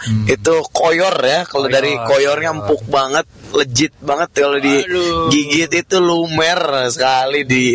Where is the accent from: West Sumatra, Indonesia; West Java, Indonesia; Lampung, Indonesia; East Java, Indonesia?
West Java, Indonesia; karena saya juga aslinya dari Sunda ya.